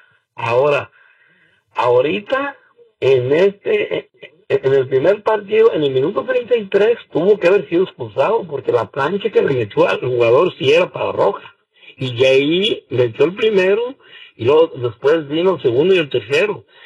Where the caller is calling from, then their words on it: Los Angeles, California, United States; me acabo de Los Ángeles, California